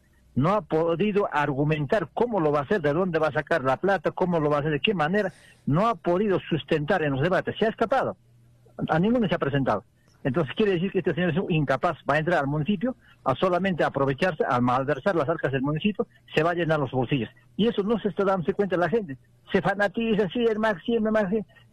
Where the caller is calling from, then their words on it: Juliaca, Puno, Peru; de aquí, de la ciudad de Juliaca.